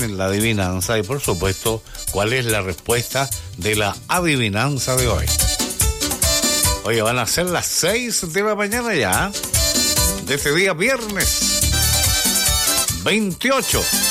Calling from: Chanchoquín, Atacama, Chile; soy de Chanchoquín, comuna de Alto del Carmen.

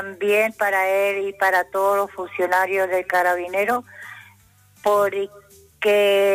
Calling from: Los Loros, Atacama, Chile

